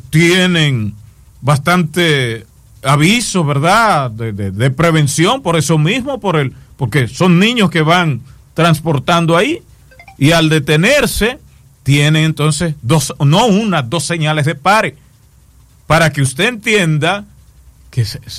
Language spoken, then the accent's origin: Spanish; Dominican Republic; nosotros como dominicanos